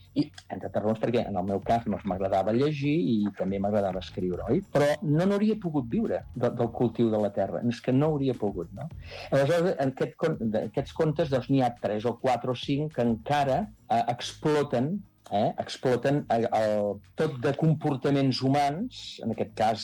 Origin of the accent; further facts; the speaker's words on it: Taradell, Catalonia, Spain; només al meu poble de Taradell, doncs ja hi ha dues, diguem-ne, finques que s'han convertit en camps de golf